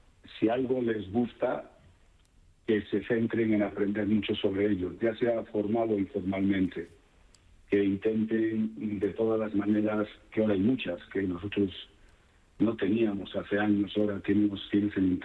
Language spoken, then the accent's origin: Spanish; Galicia, Spain; Yo soy gallego 100%, ¿sabes?